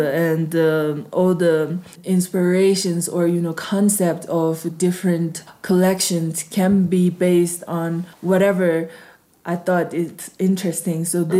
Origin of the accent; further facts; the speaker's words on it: Lhasa, Tibet, China; I grew up in Lhasa, and we have been growing up surrounded by mountains.